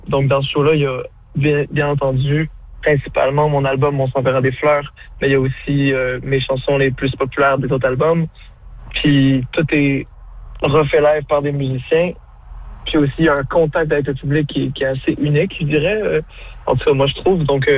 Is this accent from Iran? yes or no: no; Quebec, Canada; Parce que je suis québécois